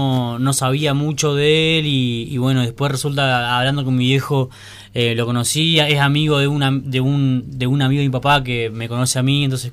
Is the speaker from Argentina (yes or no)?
yes; Gualeguaychú, Entre Ríos, Argentina; Yo soy de acá, de Gualeguaychú, viviendo acá